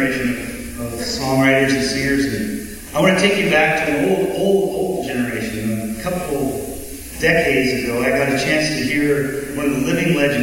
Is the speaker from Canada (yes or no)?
yes; Paris, Ontario, Canada; also born or lived in Atlanta; now in West Coast; And my wife and I were from Atlanta. We're from Paris, Ontario. I live out on the West Coast now. We always call Paris home, and we used to have a little organic farm in Paris.